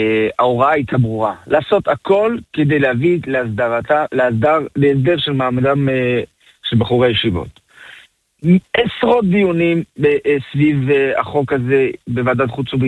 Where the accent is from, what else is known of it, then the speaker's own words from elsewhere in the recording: France; now in Israel; אני עולה מצרפת.